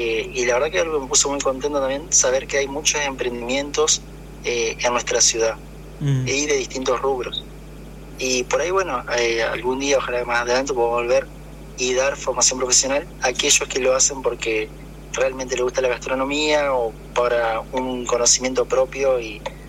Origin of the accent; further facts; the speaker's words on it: Diamante, Entre Ríos, Argentina; yo soy de acá, de Diamante.